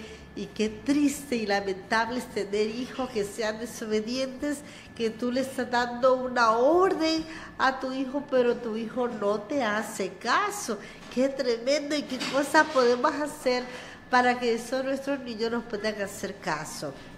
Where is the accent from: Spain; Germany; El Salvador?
El Salvador; Nosotros como salvadoreños